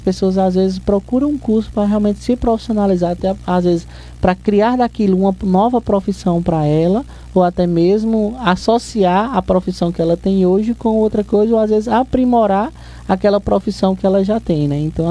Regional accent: Brazil; born there; moved away; Estava tendo as festividades lá da minha terra, né? Vila do Poço Fundo, o padroeiro Santo Antônio.

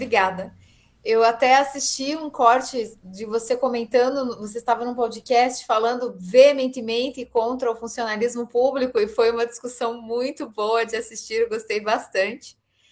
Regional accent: Brazil; para nós, brasileiros.

